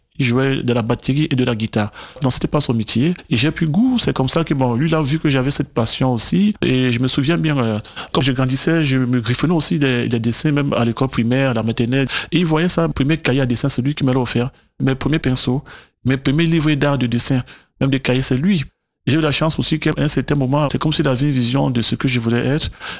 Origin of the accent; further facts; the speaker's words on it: Port-Gentil, Ogooué-Maritime, Gabon; je suis né à Port-Gentil, mais de parents camerounais.